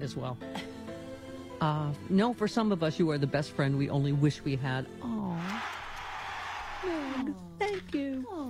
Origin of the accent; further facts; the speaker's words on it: Australia; now in California, United States; I'm an Aussie living in California.